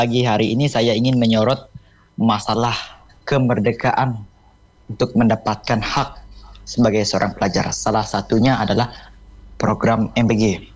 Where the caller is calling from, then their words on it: Bonti district, West Kalimantan, Indonesia; itu khusus di kampung saya